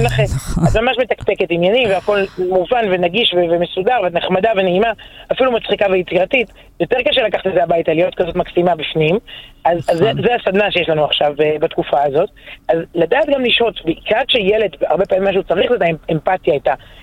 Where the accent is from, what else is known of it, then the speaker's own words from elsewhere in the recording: Herzliya, Tel Aviv District, Israel; מאז שחזרתי בתשובה, זה משפט קצת קשה, שהילדות שלי כילדה חילונית בהרצליה, לפני 30 ומשהו שנה